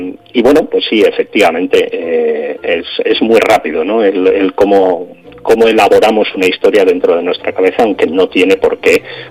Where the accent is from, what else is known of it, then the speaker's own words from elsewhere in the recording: Zaragoza, Aragon, Spain; born there; also born or lived in Ciudad Real; now in Madrid, Spain; yo soy de Zaragoza, nací en Zaragoza, aunque, bueno, vivo en Madrid desde hace muchísimos años